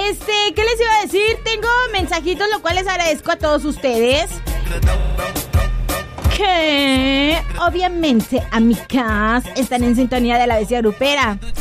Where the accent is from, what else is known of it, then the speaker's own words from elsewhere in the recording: Mexico; sí soy mexicana también